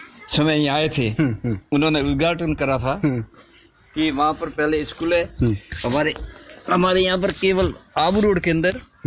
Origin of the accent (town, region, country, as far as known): Rajasthan, India